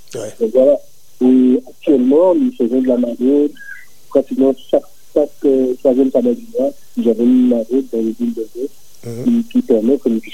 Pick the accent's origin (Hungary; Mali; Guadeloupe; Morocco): Guadeloupe; now in Lyon, France; Peut-être que tu ne te rappelles pas de moi, mais ça fait longtemps que j'ai quitté la Guadeloupe.